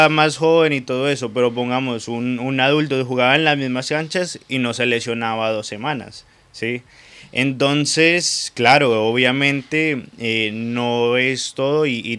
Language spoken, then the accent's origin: Spanish; Colombia; moved away; yo me crié en Colombia jugando en tierra